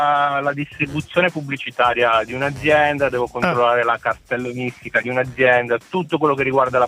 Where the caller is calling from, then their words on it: Turin, Piedmont, Italy; A Torino, io sono di Torino.